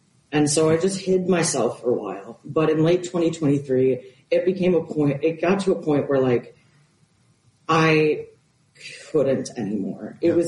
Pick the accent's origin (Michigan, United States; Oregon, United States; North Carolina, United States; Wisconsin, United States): Wisconsin, United States; I grew up in Wisconsin.